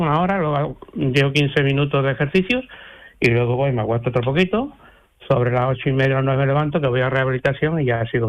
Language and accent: Spanish; Prado del Rey, Andalusia, Spain; Yo sí, soy de Prado de Rey.